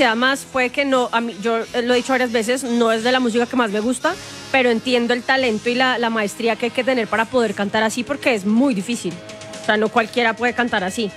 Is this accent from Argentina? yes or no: no; Bogotá, Colombia; como bogotanos tenemos que sentirnos muy orgullosos